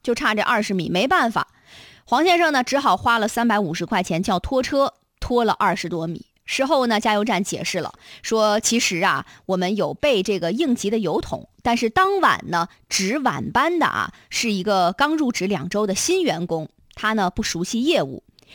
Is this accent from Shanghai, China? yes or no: no; Shanxi, China; moved away; 在我的老家山西呢，有一家景区啊就推出了掰玉米粒的活动